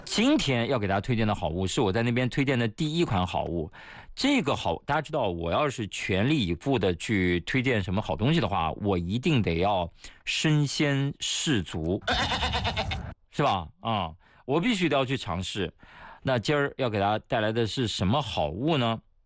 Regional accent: Shanxi, China; because 我是山西人。

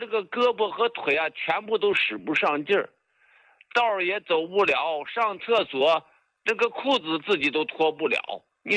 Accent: Jilin, China

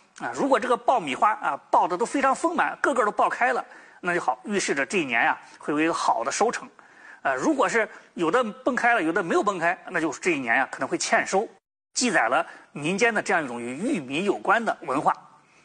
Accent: China; 过去啊，我们中国人呢因为粮食供应紧张，

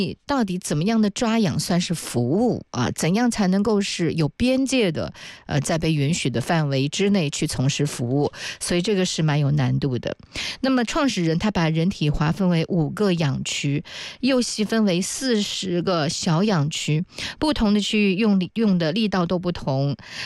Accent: China

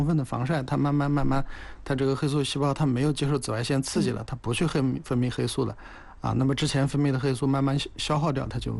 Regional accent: China; 我们中国人呢，因为皮肤比较细腻嘛

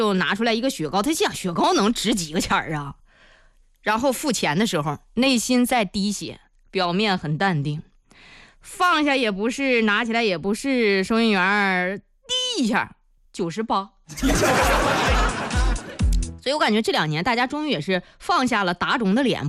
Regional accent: Zhengding, Hebei, China; moved away; 我的老家是在正定这个小县城里啊，我们老家话叫什么呢，叫吃劲儿不大。

